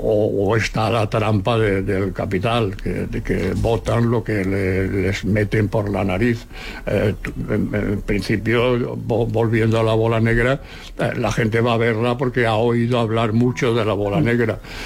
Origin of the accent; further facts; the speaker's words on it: Seville, Andalusia, Spain; now in Barcelona, Spain; nosotros cuando vinimos de Sevilla